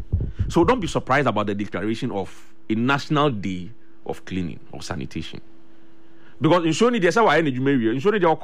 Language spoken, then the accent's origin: English; Mamobi, Greater Accra, Ghana; I grew up in Mamobi. We knew what happened in Alajo.